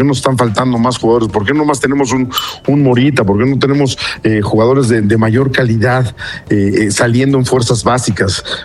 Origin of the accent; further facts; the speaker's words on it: Mexico; el grupo de técnicos que dirigimos en el fútbol mexicano como mexicanos